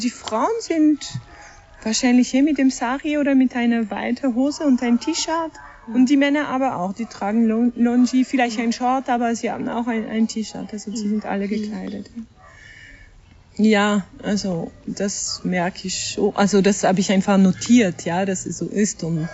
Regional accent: France; German is a second language; now in Austria; ich bin Bergführerin. Ich bin Französin, ich lebe aber in Österreich.

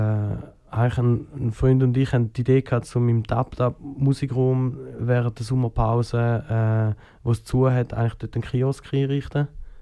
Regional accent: Schaffhausen, Switzerland; Wir sind in Herblingen aufgewachsen, das ist so ein bisschen Aglo von Schaffhausen, viel Natur.

